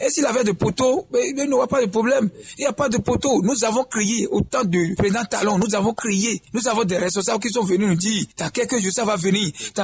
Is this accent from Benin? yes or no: yes; Benin; Nous sommes des hommes, nous sommes des Béninois. Vraiment, ça ne va pas.